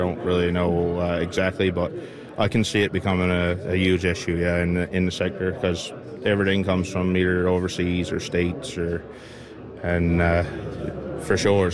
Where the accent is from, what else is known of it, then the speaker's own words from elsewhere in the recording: Harbour Breton, Newfoundland and Labrador, Canada; I'm born and raised in Harbour Breton.